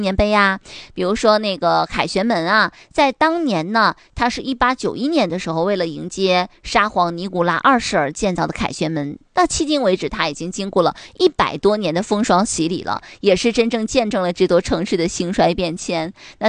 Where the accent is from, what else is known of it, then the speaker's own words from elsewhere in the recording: Northeast China, China; 对于我们东北人来说呢，口味非常的契合